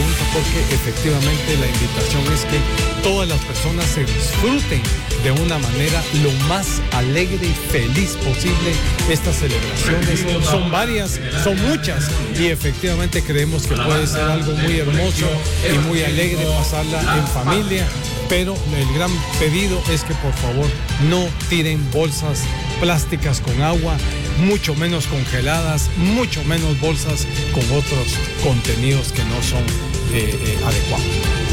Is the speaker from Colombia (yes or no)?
no; Guatemala; que somos los guatemaltecos